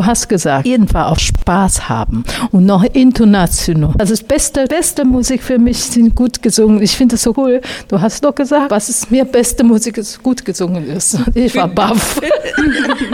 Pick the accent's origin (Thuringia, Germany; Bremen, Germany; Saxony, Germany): Saxony, Germany; Leipzig; Ich komme aus Leipzig, ne?